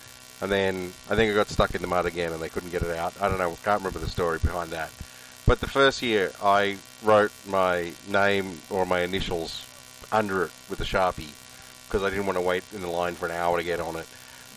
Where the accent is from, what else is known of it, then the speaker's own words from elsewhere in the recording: Australia; now in Ottawa, Canada; I'm Australian. I've lived in Ottawa for 18 years.